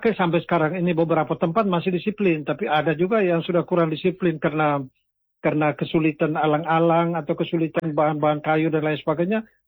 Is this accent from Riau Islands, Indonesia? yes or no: no; East Nusa Tenggara, Indonesia; saya lebih banyak tahu secara intitas tentang budaya saya orang Lio.